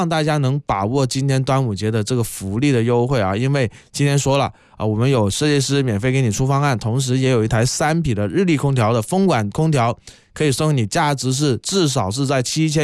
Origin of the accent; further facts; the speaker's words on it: Guangdong, China; 我们广东人